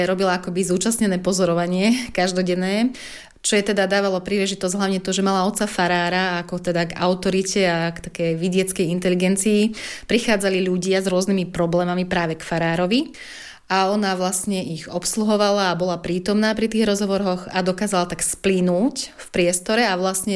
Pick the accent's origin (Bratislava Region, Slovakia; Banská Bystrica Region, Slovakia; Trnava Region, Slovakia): Banská Bystrica Region, Slovakia; Jediné, čo nás asi spájalo, bolo, že sme obidve rodáčky z Novohradu, aj keď z rôznych častí teda nášho veľkého regiónu.